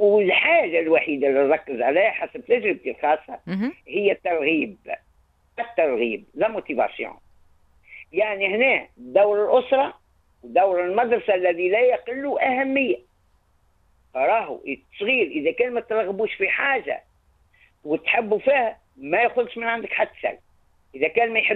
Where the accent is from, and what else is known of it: Tunisia